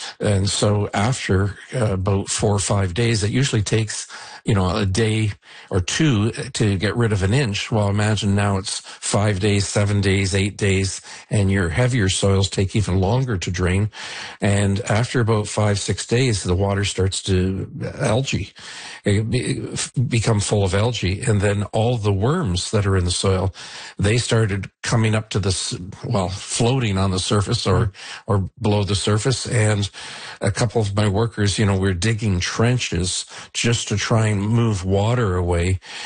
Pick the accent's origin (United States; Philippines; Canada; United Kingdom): Canada; Niagara-on-the-Lake, Ontario; I've been, lived on this road for 41 years, and I grew up in Niagara-on-the-Lake for 69 years.